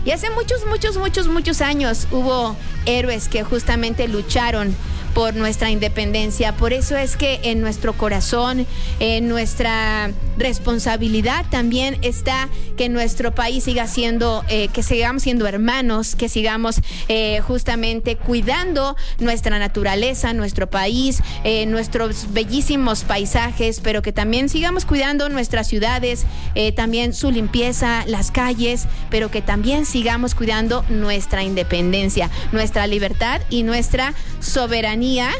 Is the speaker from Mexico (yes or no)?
yes; Guadalajara, Jalisco, Mexico; como yo soy de Guadalajara, estoy acostumbrada a comer tortas ahogadas.